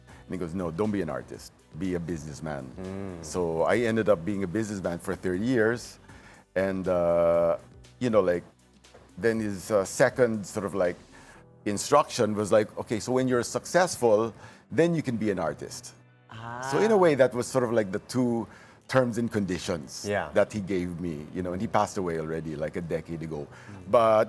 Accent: Davao City, Davao Region, Philippines; because we're from Davao

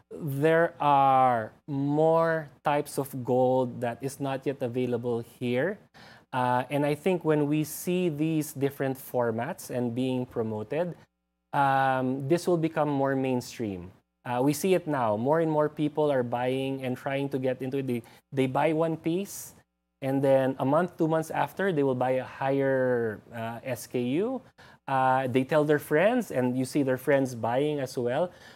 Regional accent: Philippines; So as a Filipino, you need to do a lot of computation to go to where we are, which is more peso per gram.

